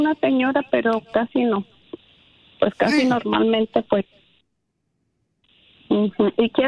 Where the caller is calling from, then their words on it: San Jose, California, United States; quisiera saber si alguien de aquí de San José